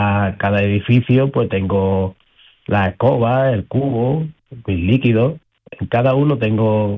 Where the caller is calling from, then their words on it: Torre del Mar, Andalusia, Spain; en Torre del Mar.